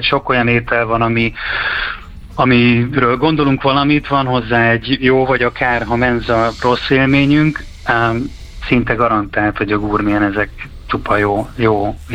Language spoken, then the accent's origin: Hungarian; Baja, Bács-Kiskun, Hungary; azt már csak azért is meg kell kóstolnom egyébként, mert bajai vagyok